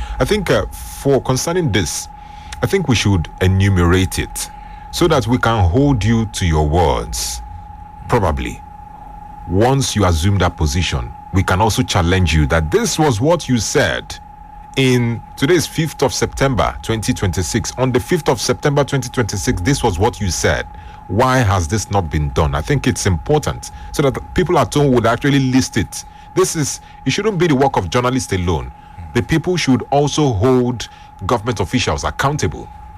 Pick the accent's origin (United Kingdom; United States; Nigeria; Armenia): Nigeria; It seems as though Nigerian political parties, we don't have a specific ideology